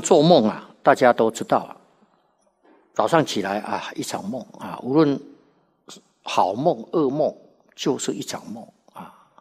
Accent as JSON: {"language": "Chinese", "country": "China", "said": "我们中国人呐、啊，读了都不懂，你再去翻译给外国人"}